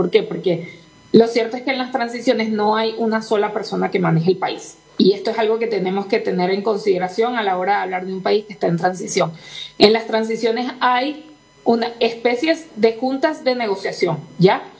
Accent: Venezuela; como decimos en mi país, no somos chéveres, no son un gajito de mango.

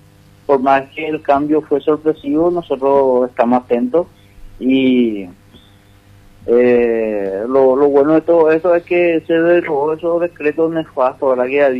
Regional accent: Paraguay; todos los paraguayos que vivimos acá

